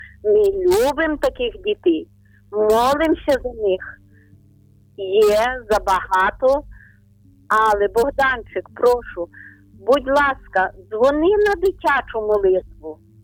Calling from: Ternopil Oblast, Ukraine; Доброго вечора, вас вітає Тернопільщина

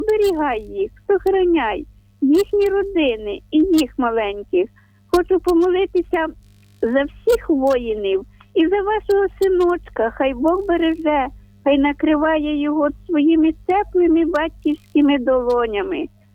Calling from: Vinnytsia Oblast, Ukraine; Я з Вінниччини

